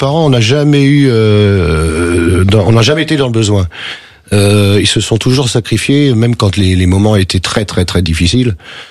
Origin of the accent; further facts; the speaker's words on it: Saint-Brieuc, Brittany, France; Mais j'ai grandi notamment, oui, à Saint-Brieuc, et après, je suis parti sur Trégueux, oui.